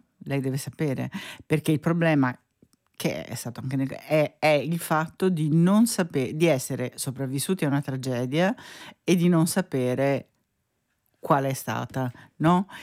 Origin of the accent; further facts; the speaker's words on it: Padua, Veneto, Italy; io passavo le mie vacanze da bambina al Lido di Venezia, poiché io sono di Padova.